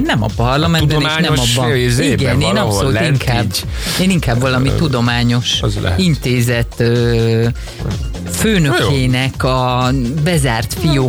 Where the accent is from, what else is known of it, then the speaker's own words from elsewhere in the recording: Balassagyarmat, Nógrád, Hungary; Én egyébként ott nőttem föl, csak szólok itt. Balassagyarmaton a vasútállomás, tehát így van párhuzamosan a sinekkel, a mi utcánk.